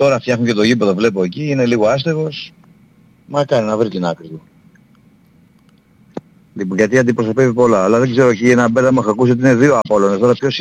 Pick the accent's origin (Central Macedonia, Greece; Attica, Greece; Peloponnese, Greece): Peloponnese, Greece; Kalamata; η ιδιαίτερη πατρίδα μου η Καλαμάτα